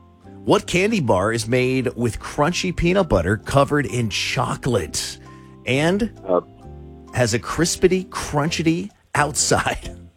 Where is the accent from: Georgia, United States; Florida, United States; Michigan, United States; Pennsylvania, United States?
Florida, United States; West Palm Beach; moved away as an adult; also born or lived in Nashville; growing up in West Palm Beach